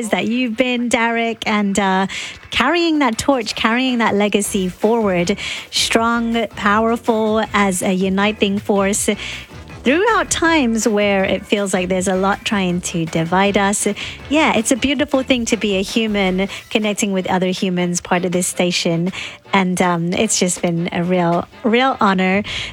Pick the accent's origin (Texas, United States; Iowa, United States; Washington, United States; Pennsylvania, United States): Washington, United States; Seattle; also born or lived in New Zealand / Europe / Central America; I grew up in Seattle and have listened to your show from afar for many years while living overseas in New Zealand, Europe, and Central America.